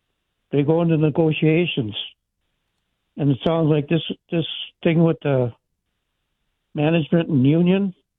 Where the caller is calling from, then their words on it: Fox Valley, Wisconsin, United States; I worked for a union for 35, 40 years. You know, here in the Fox Valley, we make a lot of paper.